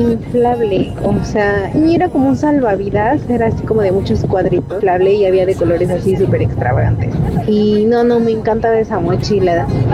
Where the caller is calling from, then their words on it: Mexico; los escucho desde Fraccionamiento Lomas del Valle.